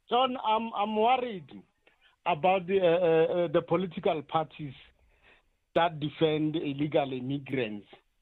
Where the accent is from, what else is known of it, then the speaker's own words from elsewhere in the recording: South Africa; When South Africans stand up trying to enforce immigration laws, they create platform to insult us as South Africans.